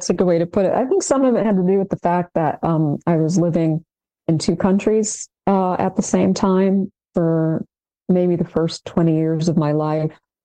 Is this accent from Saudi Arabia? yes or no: yes; Jeddah, Makkah Province, Saudi Arabia; was a young girl memorizing Quran and living in the city of Jeddah, my hometown, we were very isolated from the West.